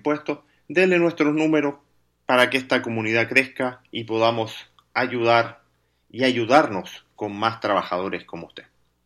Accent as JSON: {"language": "Spanish", "country": "Chile", "moved": "yes", "lives_now": "Vancouver, Canada", "said": "los chilenos celebramos la derrota, sobre, la victoria sobre Pinochet."}